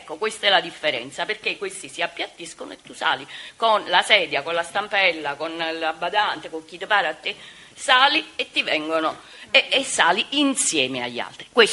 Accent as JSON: {"language": "Italian", "region": "Campania", "country": "Italy", "said": "sono della Campania e sono un architetto."}